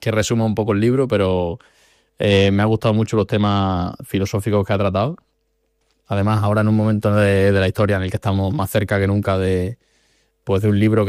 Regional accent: Montijo, Extremadura, Spain; moved away; Yo soy de Extremadura.

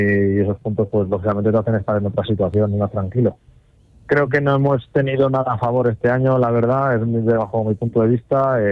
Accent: Guadalajara, Castilla-La Mancha, Spain; Yo al final soy de aquí, de Guadalajara

